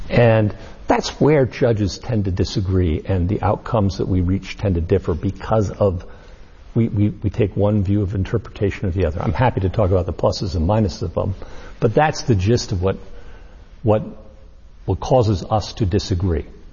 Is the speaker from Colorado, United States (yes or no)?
yes; Colorado, United States; I love the fly fish. I'm from Colorado. It's a thing we do.